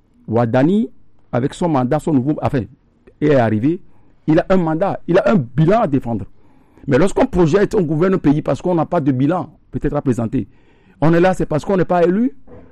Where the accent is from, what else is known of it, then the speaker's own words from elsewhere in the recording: Benin; chez nous au Bénin, on pense, mais ici on dépense.